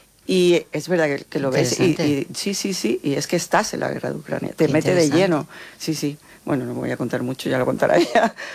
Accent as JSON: {"language": "Spanish", "town": "Conil de la Frontera", "region": "Andalusia", "country": "Spain", "moved": "yes", "lives_now": "Madrid, Spain", "said": "Sí, yo soy de Conil."}